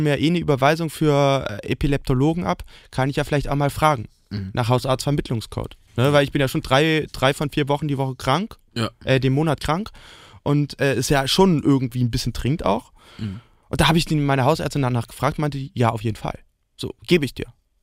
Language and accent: German; Berlin, Germany; als Berliner